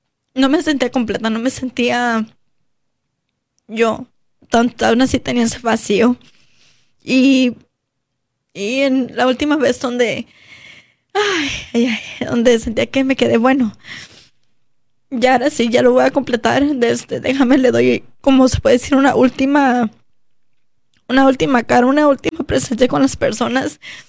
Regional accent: United States; de una presencia con personas que yo crecí aquí en Estados Unidos, en la iglesia

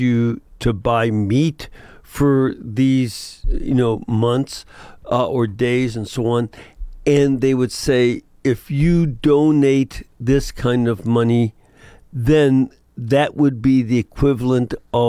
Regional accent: Chicago, Illinois, United States; I'm from Chicago originally. I am not shocked.

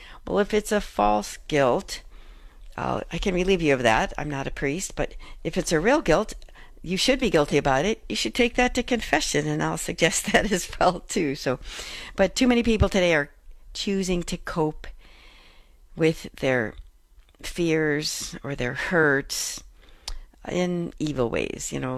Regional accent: Chicago, Illinois, United States; And I grew up in the Chicago area, second oldest of 9 children.

